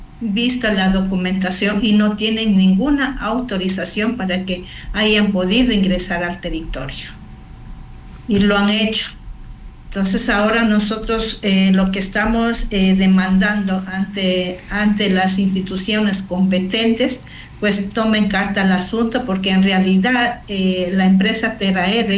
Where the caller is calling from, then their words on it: Napo, Ecuador; Un gusto saludarles desde la provincia de Napo.